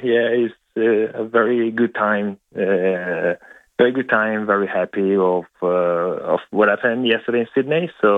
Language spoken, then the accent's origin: English; Italy; moved away as an adult; now in Adelaide, Australia; And I choose the Adelaide Hills because I love it, very similar to my hometown in Italy.